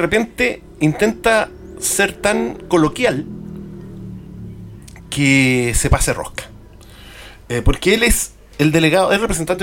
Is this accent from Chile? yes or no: yes; Chile; Aun cuando me corresponde como un chileno más